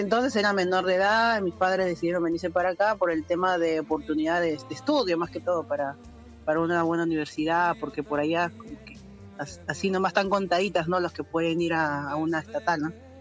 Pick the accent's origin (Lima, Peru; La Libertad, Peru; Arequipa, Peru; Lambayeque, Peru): Lima, Peru; now in Argentina; Ah, yo soy de Lima, del barrio de San Juan del Lurigancho.